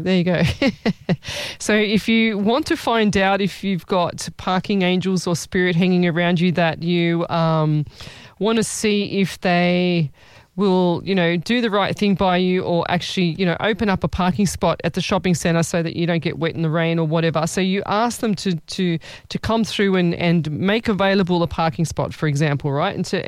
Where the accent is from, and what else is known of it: Sydney, New South Wales, Australia